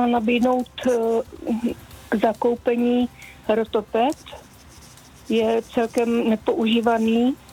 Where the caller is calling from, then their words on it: Hradec Králové Region, Czechia; Jsem z Rychnovska